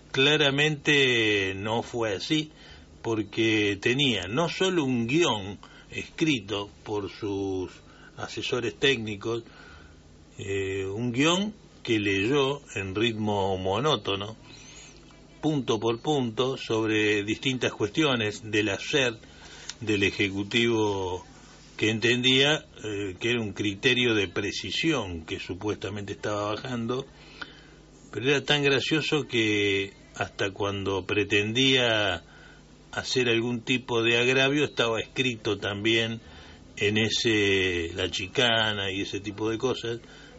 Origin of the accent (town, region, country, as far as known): Argentina